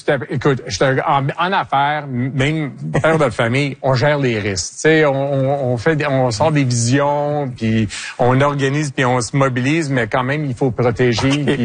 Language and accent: French; Quebec, Canada; Je suis fier québécois. J'ai été né ici. Mes parents ont été nés ici. Mes grands-parents ont été nés ici. J'ai été éduqué en français.